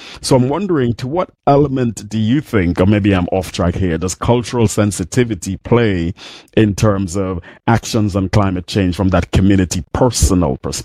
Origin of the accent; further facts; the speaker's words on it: Montserrat; I think I'm from Montserrat. That's where I was born. That's where I'm from.